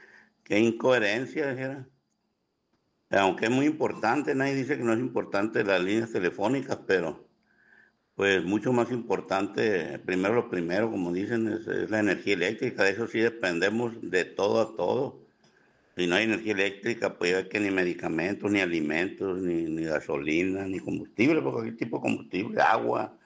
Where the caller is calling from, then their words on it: Mexico; así somos mexicanos y humanos